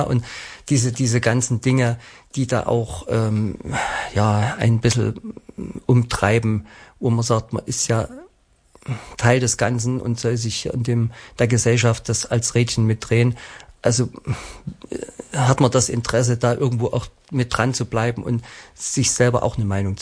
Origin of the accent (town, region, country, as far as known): Plauen, Saxony, Germany; born or raised there; also born or lived in Chemnitz